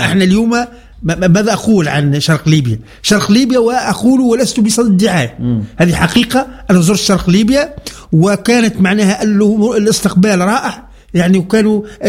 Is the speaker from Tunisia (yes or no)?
yes; Tunisia; عندنا في تونس